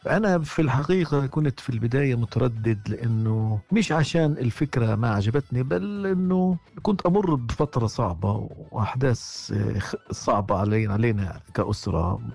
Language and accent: Arabic; Gaza, Gaza Strip, Palestine; now in Australia; وهي قصة جزء من حياتي كفلسطيني أعيش في أستراليا ولدت بفلسطين.